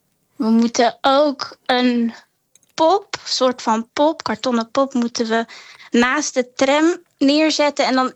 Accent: Rotterdam, South Holland, Netherlands; born there; Nou, ten eerste, je rijdt door Rotterdam, de stad waar ik geboren ben.

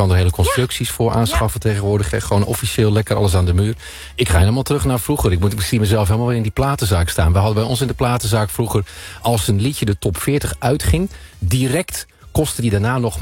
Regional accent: Barneveld, Gelderland, Netherlands; In Barneveld, waar ik vandaan kom

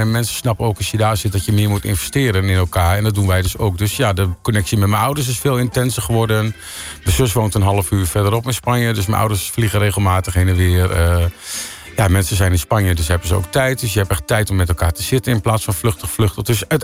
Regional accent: Drenthe, Netherlands; Nou, ik kom uit Drenthe, dus wat doe je dan? Direct plat praten.

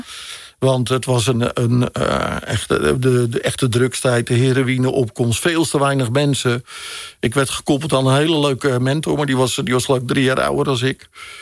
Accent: Vlaardingen, South Holland, Netherlands; Ik ben geboren en getogen in Vlaardingen.

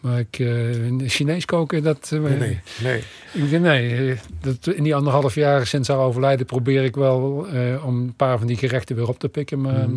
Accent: Eindhoven, North Brabant, Netherlands; also born or lived in Groningen / New York; Ja, ik ben allemaal weg uit Eindhoven. Maar Groningen heb ik nou ook wel gezien. Dus toen ben ik naar New York gegaan.

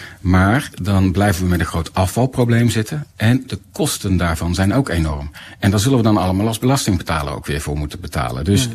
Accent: Netherlands

